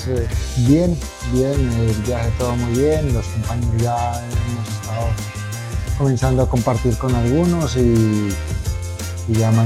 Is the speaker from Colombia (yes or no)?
yes; Colombia